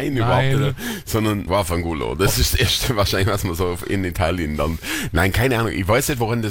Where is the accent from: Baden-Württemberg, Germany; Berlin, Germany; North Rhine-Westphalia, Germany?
Baden-Württemberg, Germany; Eislingen; ich bin so ein bisschen im Ghetto aufgewachsen, sage ich jetzt mal in Eislinger. Ja. Da war ringsrum, waren wirklich sämtliche Nationalitäten vertreten.